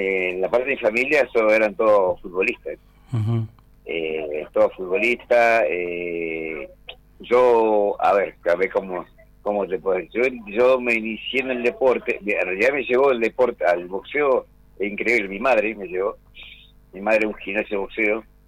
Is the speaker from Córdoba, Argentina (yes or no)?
no; Río Gallegos, Santa Cruz, Argentina; born there; also born or lived in Gobernador Gregores; yo soy nacido en Río Gallegos y yo me inicié en Gobernador Gregores. con mi madre vivía allá, vivimos allá en Gregorio en el año 84